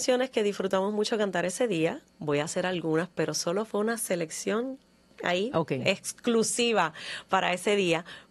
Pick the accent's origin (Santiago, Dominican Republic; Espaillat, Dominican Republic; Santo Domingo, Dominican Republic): Santiago, Dominican Republic; Santiago de los Caballeros; now in Puerto Rico; yo soy dominicana, de Santiago de los Caballeros